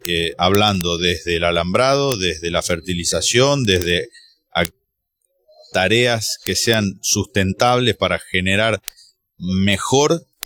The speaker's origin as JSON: {"language": "Spanish", "region": "Santa Fe", "country": "Argentina", "said": "yo soy de Santa Fe"}